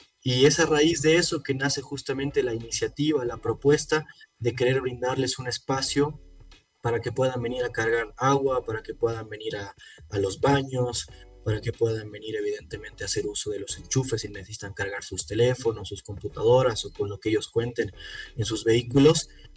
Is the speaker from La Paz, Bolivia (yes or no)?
yes; La Paz, Bolivia; como bolivianos y más que nada como paceños